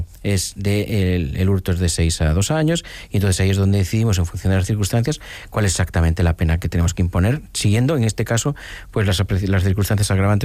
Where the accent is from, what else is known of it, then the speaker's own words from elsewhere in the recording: Galicia, Spain; Yo soy gallego, aquí cualquier anciano de cualquier anciana de mi pueblo te dice enseguida lo que tienes según lo que haces.